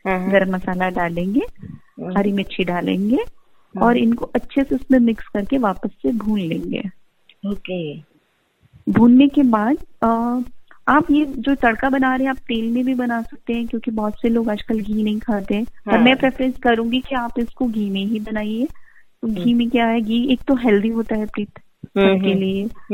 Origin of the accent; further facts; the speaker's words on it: Rajasthan, India; now in Bangalore, India; हम राजस्थानी लोगों को कुछ तो चटकारा चाहिए